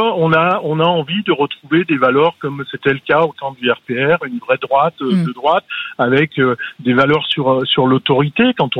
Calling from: Bourg-en-Bresse, Auvergne-Rhône-Alpes, France; De Bourg-en-Bresse.

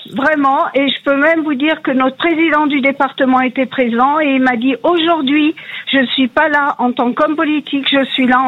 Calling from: Saint-Étienne, Auvergne-Rhône-Alpes, France; Alors moi je vous appelle de Saint-Étienne.

